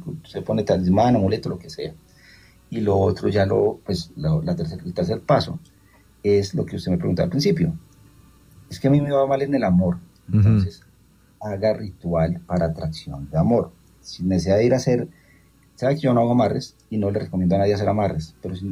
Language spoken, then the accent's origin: Spanish; Colombia; somos, no sé, colombianos, latinos